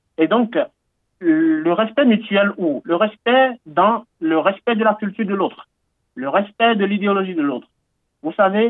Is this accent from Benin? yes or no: yes; Benin; French is a second language; nous, en tant que Béninois, en tant qu'Africains